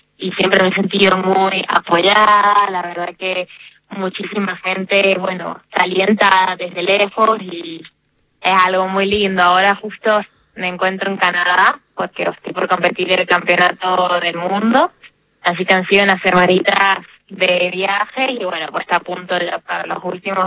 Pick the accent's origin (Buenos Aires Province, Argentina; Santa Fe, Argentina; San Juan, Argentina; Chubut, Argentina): San Juan, Argentina; Sí, soy de San Juan.